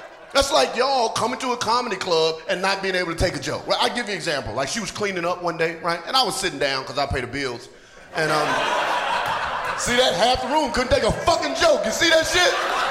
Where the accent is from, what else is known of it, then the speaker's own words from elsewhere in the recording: North Carolina, United States; I'm from the South, right? I'm from North Carolina, went to school in Atlanta, right?